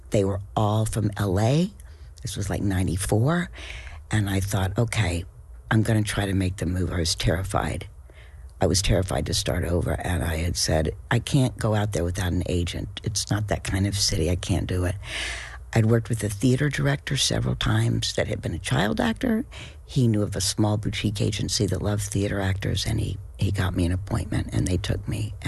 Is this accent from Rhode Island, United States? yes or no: no; Knoxville, Tennessee, United States; The jump was, I grew up doing theater as a kid. The university in my hometown, Knoxville, had a really fabulous theater program.